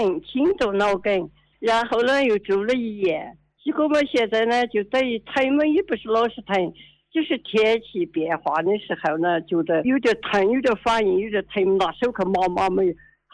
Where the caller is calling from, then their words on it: Yunnan, China; 我是云南的。